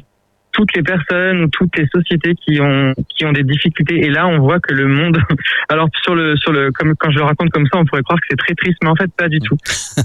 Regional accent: Grenoble, Auvergne-Rhône-Alpes, France; nous, on vient de Grenoble

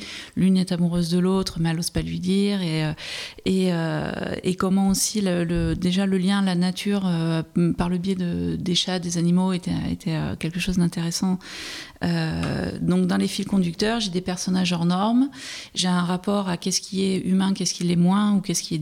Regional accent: Nouvelle-Aquitaine, France; j'ai grandi près de Bordeaux, dans un milieu populaire, où on n'avait pas forcément des accès à la culture

